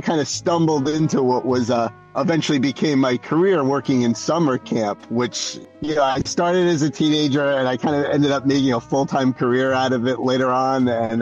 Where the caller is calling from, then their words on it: Millington, New Jersey, United States; I am in Millington, New Jersey, where I live with my lovely wife, Vanessa.